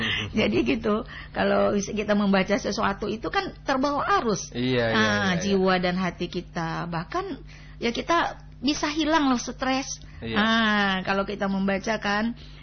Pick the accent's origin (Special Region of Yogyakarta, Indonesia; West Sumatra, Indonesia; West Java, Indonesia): West Sumatra, Indonesia; Padang; also born or lived in Pariaman; now in Aceh Singkil, Indonesia; sampai sekolah perguruan tinggi juga di Padang. Di Padang.